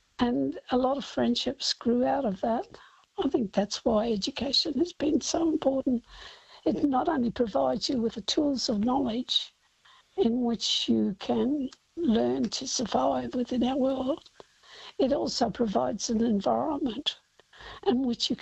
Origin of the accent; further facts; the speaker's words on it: Cherbourg, Queensland, Australia; I guess growing up in Cherbourg, my primary schooling was shared only with other First Nations children.